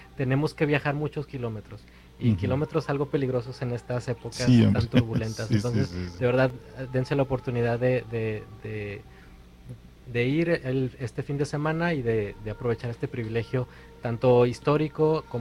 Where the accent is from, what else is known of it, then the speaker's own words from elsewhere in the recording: Mexico; como mexicano, como alguien que vive allá